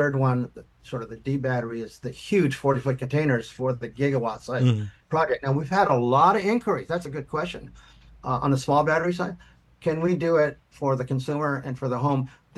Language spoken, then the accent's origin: English; Philippines; moved away; also born or lived in United States; We're coming back as Filipino Americans here.